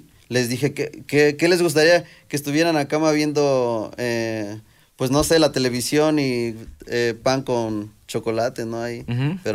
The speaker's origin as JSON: {"language": "Spanish", "town": "Chietla", "region": "Puebla", "country": "Mexico", "said": "yo soy de Chietla, pues me queda cerca a Huehuetzingo"}